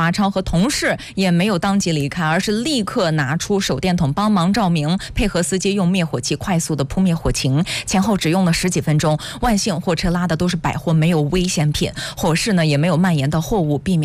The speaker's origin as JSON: {"language": "Chinese", "region": "Shandong", "country": "China"}